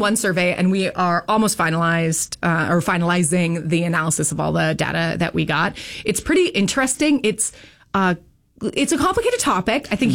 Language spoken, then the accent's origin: English; Indiana, United States; moved away; I grew up in Indiana